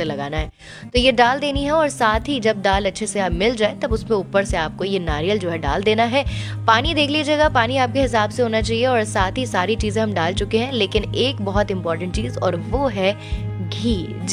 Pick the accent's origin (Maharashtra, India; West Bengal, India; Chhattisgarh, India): West Bengal, India; मैं भी बंगाली हूँ और इसीलिए शायद से आपको वो जो टोन मिल रहा होगा वो थोड़ा सा मिल रहा होगा